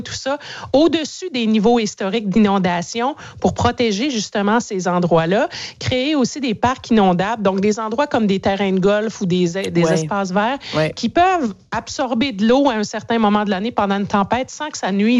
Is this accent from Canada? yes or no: yes; Canada; chez nous au Canada